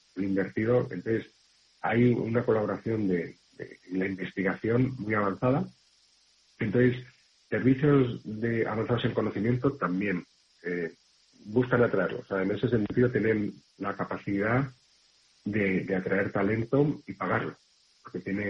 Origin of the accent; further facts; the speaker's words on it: Spain; Pues yo, mi sueño como español medio australiano, es que permita acercar dos países que estamos condenados a entendernos.